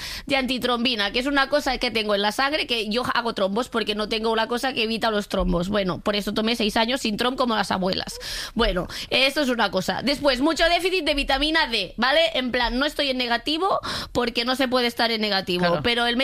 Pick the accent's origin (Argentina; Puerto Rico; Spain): Spain; Catalonia